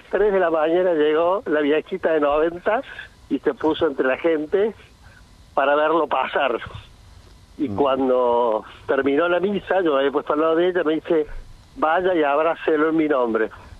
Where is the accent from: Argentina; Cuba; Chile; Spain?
Argentina; esa parte saca lo mejor de nosotros como argentinos